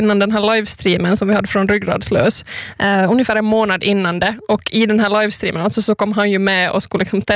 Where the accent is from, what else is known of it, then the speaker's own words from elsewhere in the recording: North Ostrobothnia, Finland; Jag bara är därifrån och vill liksom basunera ut på alla sätt jag kan. Att jag är från norra Österbotten.